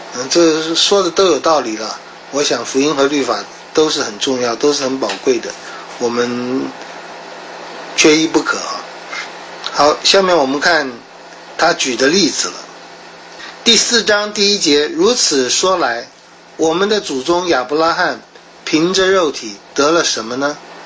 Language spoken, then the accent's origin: Chinese; China